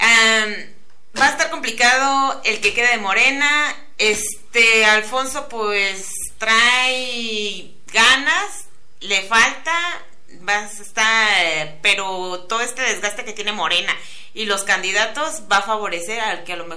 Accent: Michoacán, Mexico; soy michoacana y porque aquí radico

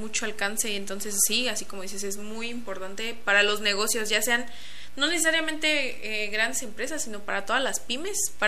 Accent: Charo, Michoacán, Mexico; moved away as an adult; now in Morelia, Mexico; Pues soy de Charo, pero pues he estado viviendo aquí en Morelia desde hace como 6 años aproximadamente. Y voy y vengo, pero nunca dejo Charo

